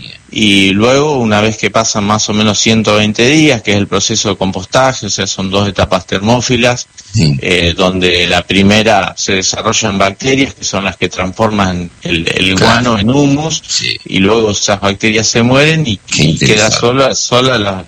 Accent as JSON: {"language": "Spanish", "town": "Rivera", "region": "Buenos Aires Province", "country": "Argentina", "tie": "born there", "moved": "as an adult", "lives_now": "Rolón, Argentina", "said": "Yo soy mitad-mitad, yo soy nacido en Rivera, provincia de Buenos Aires, pero bueno, desde el año 2014 que estamos instalados ahí en Rolón"}